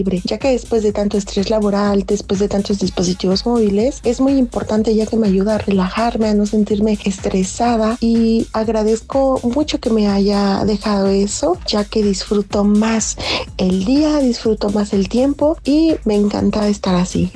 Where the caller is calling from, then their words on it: Puebla, Mexico; los escucho desde Amalucan.